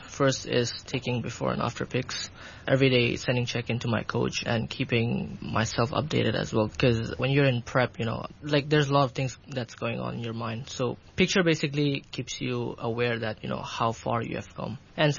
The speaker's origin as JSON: {"language": "English", "country": "Pakistan", "second_language": "English", "said": "you're in a new industry and I'm from Pakistan as well."}